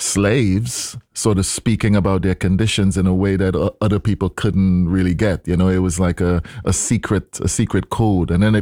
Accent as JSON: {"language": "English", "country": "Trinidad & Tobago", "tie": "born or raised there", "moved": "as an adult", "said": "in Trinidad, growing up in Trinidad"}